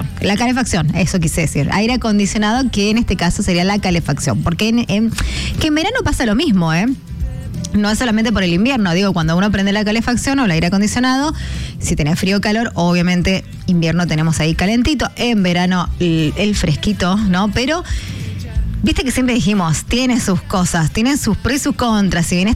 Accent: Mendoza, Argentina; a los mendocinos, por más que somos de Mendoza, vivimos aquí en Mendoza

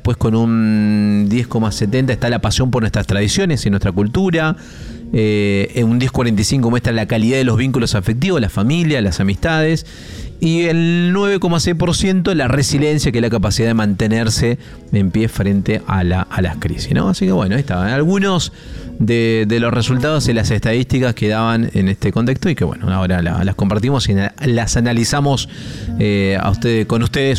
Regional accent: Argentina; como argentinos y como sociedad también, como que somos.

